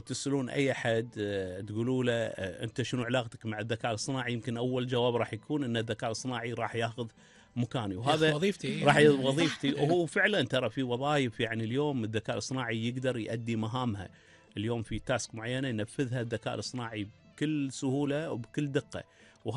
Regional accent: Kuwait; وهذا اليوم احنا كمواطنين كويتيين

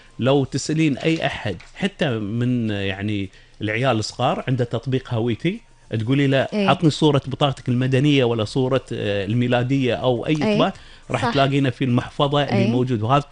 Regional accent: Kuwait; عندنا بالكويت

